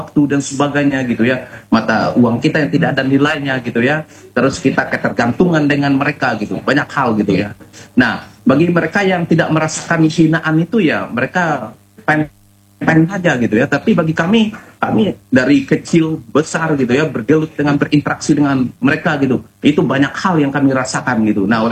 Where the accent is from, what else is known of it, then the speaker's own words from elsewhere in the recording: West Kalimantan, Indonesia; born there; kami sebagai masyarakat asli yang lahir besar dan menetap di sini gitu ya